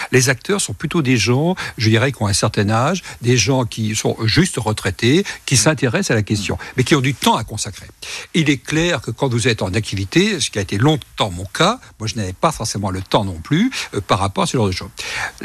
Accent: Mareuil, France; Et puis, à l'âge de 12 ans à peu près, eh bien, mes parents sont venus habiter Mareuil. Et là, j'ai grandi à Mareuil jusqu'à mes 25 ans, sans évidemment la période estudiantine.

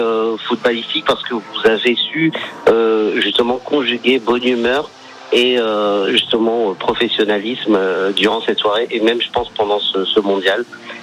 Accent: Bordeaux, Nouvelle-Aquitaine, France; Je suis de Bordeaux.

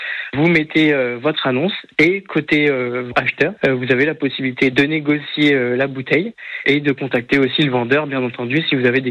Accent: Sens, Bourgogne-Franche-Comté, France; Bah, vu que je suis originaire de Sens, j'ai l'habitude de boire du Chablis, de l'Irancy

